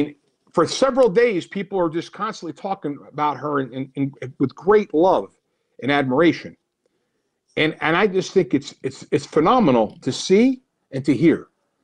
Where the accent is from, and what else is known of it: United States